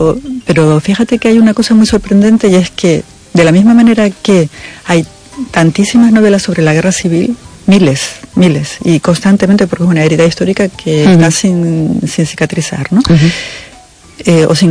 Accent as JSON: {"language": "Spanish", "region": "Canary Islands", "country": "Spain", "said": "Tanto Galicia como Canarias, que es mi tierra, son tierras con mirada atlántica, con vocación atlántica"}